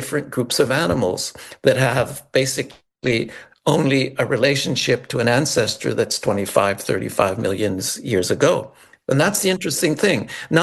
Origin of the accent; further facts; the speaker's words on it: Montreal, Quebec, Canada; Yes, I grew up in Montreal.